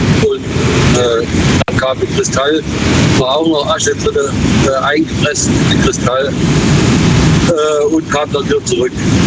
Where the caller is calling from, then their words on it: Fellbach, Baden-Württemberg, Germany; Hier, Fellbach.